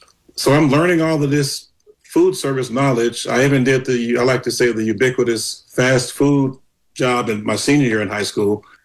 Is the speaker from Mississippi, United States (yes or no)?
no; St. Louis, Missouri, United States; So I grew up in St. Louis, like I said, by single mom.